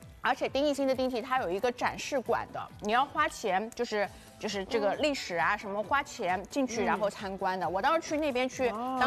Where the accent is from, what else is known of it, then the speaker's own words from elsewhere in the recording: Shanghai, China; 像那个我们上海人很喜欢吃的那个什么，焖蹄面